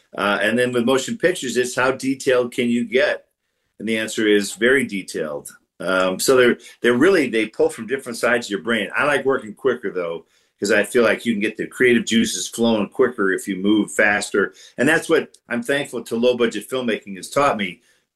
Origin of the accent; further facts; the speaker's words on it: Detroit, Michigan, United States; I'm from the Detroit area.